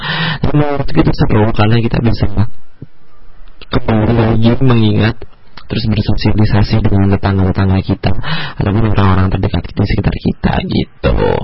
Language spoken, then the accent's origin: Indonesian; Surakarta, Central Java, Indonesia; Terus kalau misalkan di Solo itu tuh ya teman berdua karena kebetulan aku dari Solo.